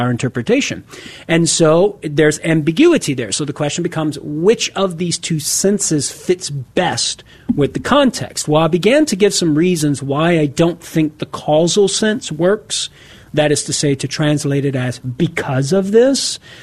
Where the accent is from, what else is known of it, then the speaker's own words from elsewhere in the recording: Louisiana, United States; accent: Southern Louisiana; So when I try to man … from Southern Louisiana, and I try to talk into it with my accent.